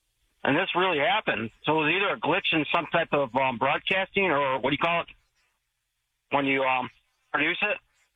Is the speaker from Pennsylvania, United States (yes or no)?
no; New York, United States; now in Maui, United States; I was born in New York and grew up there, and I remember 9/11.